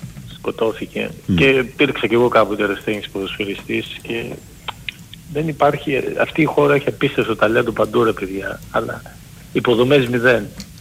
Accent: Volos, Thessaly, Greece; Μακάρι να έρθει και ο Κωνσταντέλιας, γιατί εγώ είμαι από Βόλο

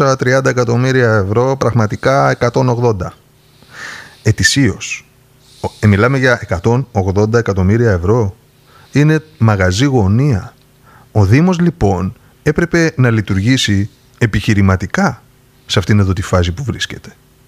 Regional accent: Greece

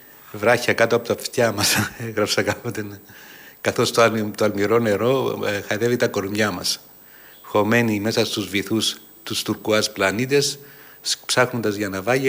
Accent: Cyprus; Μεγάλωσα στη Βόρεια Κύπρο, τώρα είναι κατεχόμενη, και εκεί είναι βουνά που έχουν έτσι πολύ ωραίους σχηματισμούς με βράχους.

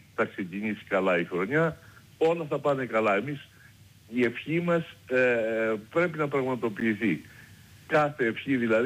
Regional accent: Viannos, Crete, Greece; το χωριό μου, η Βιάνος, ένα χωριό το οποίο είναι αδυσπρόσιτο

